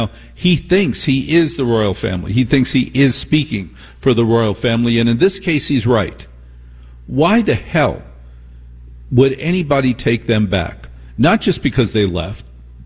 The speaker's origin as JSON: {"language": "English", "region": "New Jersey", "country": "United States", "said": "I'm from Jersey."}